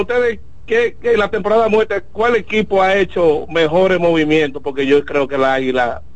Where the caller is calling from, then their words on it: Santiago de los Caballeros, Santiago, Dominican Republic; Buenos días … de Santiago.